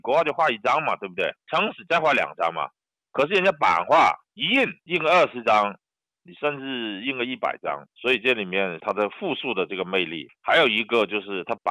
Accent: China; 我觉得这是已经塑造了我们中国人的一种思维模式。

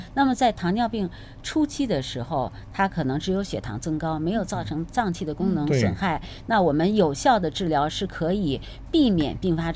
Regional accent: China

